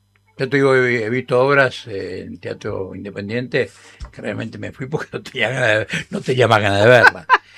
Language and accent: Spanish; Quilmes, Buenos Aires Province, Argentina; yo soy un negrito de Quilmes.